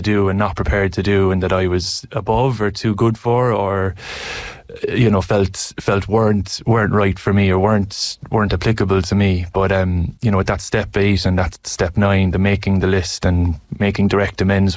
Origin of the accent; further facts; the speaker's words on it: Ireland; accent: Irish; now in New Zealand; As you can tell from my accent, I'm Irish